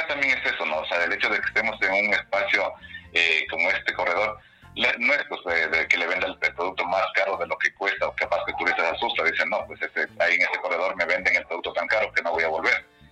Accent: Pacto, Pichincha, Ecuador; soy de Chocó, soy de Pacto

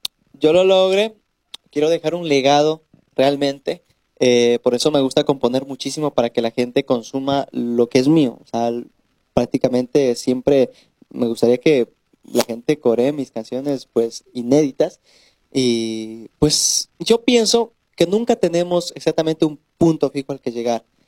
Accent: Ecuador; les invito a ustedes como ecuatorianos, apoyemos lo nuestro

